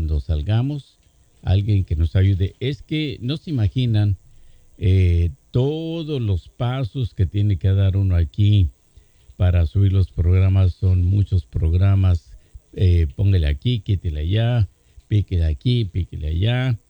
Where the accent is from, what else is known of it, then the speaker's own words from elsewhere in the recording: Durango, Mexico; estoy tratando de hacer una cabina de radio en Durango, ¿verdad?, para cuando yo viaje por allá a mi tierra